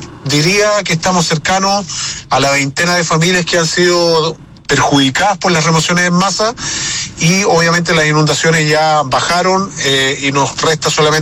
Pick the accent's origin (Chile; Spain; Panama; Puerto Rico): Chile; Corral, Los Ríos; Yo soy nacido y criado acá en Corral